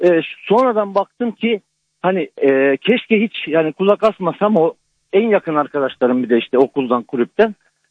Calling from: Antalya, Turkey; ben Antalya'dan.

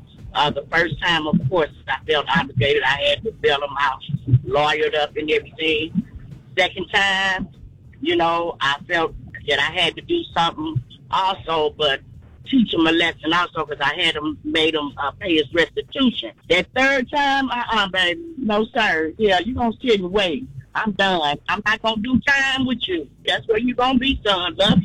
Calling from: Houston, Texas, United States; I'm calling from Houston, Texas

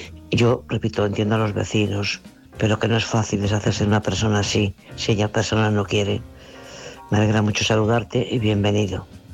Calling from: Santander, Cantabria, Spain

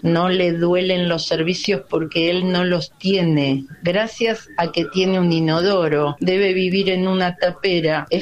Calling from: Buenos Aires, Argentina; de Montserrat.

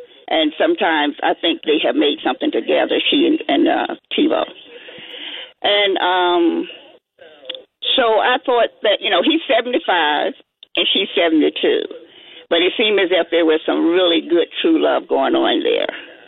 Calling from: Silver Spring, Maryland, United States; calling from Silver Spring, Maryland.

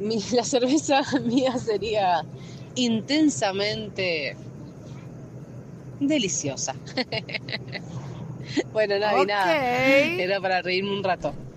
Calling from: Maipú, Mendoza, Argentina; soy … de Maipú

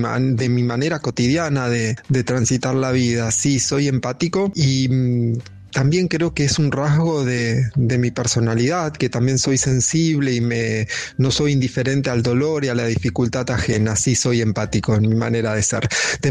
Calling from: Acasuso, Buenos Aires Province, Argentina; Hola Luisa, buenas noches … de Acasuso

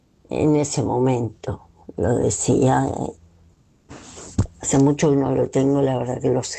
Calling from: Pilar, Buenos Aires Province, Argentina

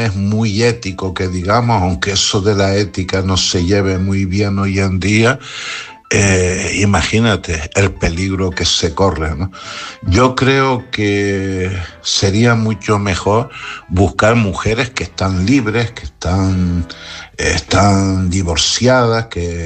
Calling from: Las Palmas de Gran Canaria, Canary Islands, Spain; Buenas noches, Luis, desde Las Palmas de Gran Canaria.

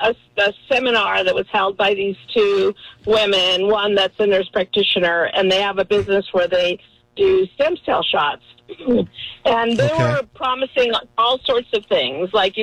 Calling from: Los Angeles, California, United States; From Los Angeles.

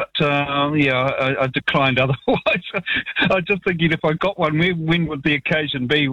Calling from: Wellington, New Zealand; I'm calling from Wellington, and I've just come from

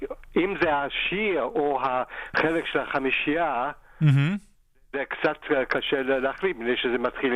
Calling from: Jerusalem, Jerusalem District, Israel; מירושלים.

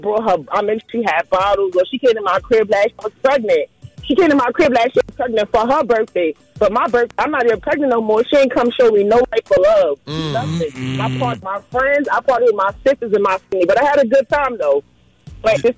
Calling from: New York City, New York, United States; I'm from Brooklyn.

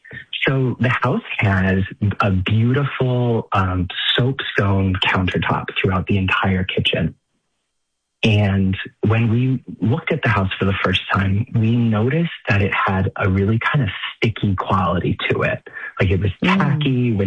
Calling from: South Dartmouth, Massachusetts, United States; I'm calling from South Dartmouth, Massachusetts.

